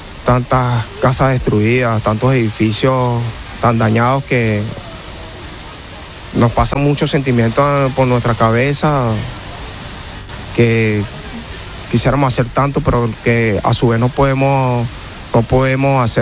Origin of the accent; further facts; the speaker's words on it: Venezuela; Estamos consternados porque la desgracia que ha pasado en mi país de esta magnitud